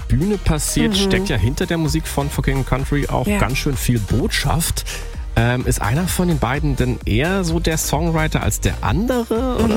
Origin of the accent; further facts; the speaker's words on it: Germany; Ja, muss man immer aufpassen als Deutscher, dass man nicht alle sagt, sondern Allay.